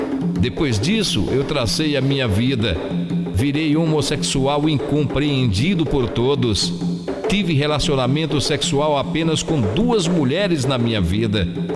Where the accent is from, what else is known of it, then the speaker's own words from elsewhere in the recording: Filadélfia, Bahia, Brazil; Eu sou de Filadélfia, na Bahia.